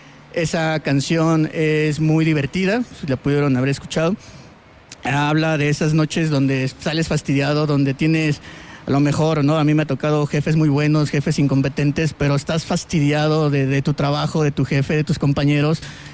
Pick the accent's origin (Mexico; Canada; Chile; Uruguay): Mexico; Santiago de Querétaro, Querétaro; born there; De aquí, de la ciudad de Querétaro, orgullosamente.